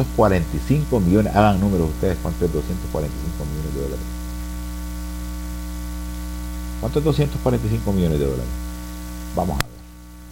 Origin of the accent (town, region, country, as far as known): Honduras